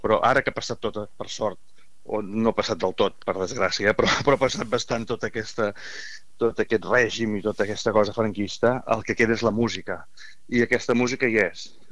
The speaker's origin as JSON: {"language": "Catalan", "region": "Catalonia", "country": "Spain", "said": "perquè penso, ostres, com a català o espanyol, si a vegades n'he representat més a Espanya, doncs em veig amb l'obligació de fer-ho"}